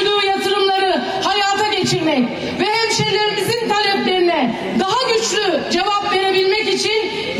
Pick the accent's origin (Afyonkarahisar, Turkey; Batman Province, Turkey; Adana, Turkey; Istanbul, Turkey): Afyonkarahisar, Turkey; Bu şehrin havasını solumuş, bu memleketin derdiyle dertlenmiş bir evladınız olarak dün olduğu gibi bugün de tek sevdamın Afyonkarahisar olduğunu özellikle ifade etmek istiyorum.